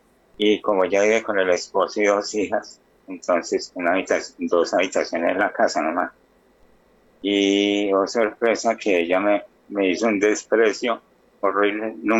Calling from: Pereira, Risaralda, Colombia; yo soy de Pereira.

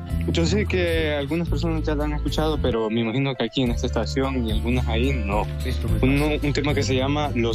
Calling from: Santiago de María, Usulután, El Salvador; En Santiago de María

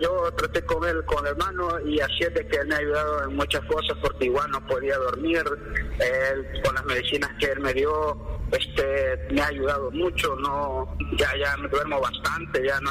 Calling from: San Salvador, El Salvador; De aquí, de San Salvador.

